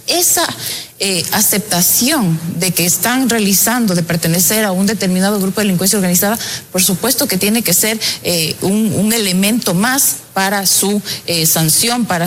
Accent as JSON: {"language": "Spanish", "country": "Ecuador"}